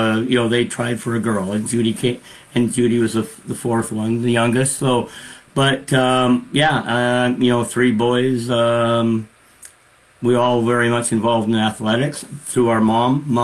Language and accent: English; Port Coquitlam, British Columbia, Canada; where we grew up in Port Coquitlam was no different than any other Canadian kid at the time.